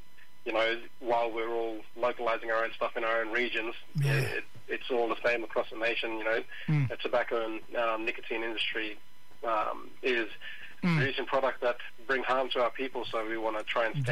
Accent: Queensland, Australia; I'm from the Torres Strait. And, got connection to a couple of islands and families and, from St. Paul and the Eastern Cluster in the Torres Strait there.

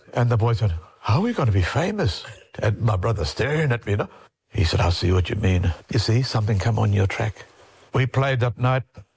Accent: South Australia, Australia; I said, oh, we're from South Australia.

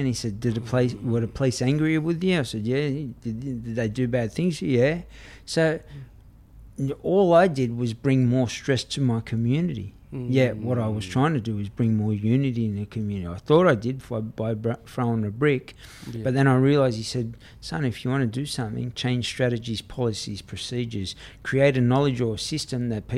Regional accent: Sydney, New South Wales, Australia; also born or lived in Walgett; I grew up in Redfern

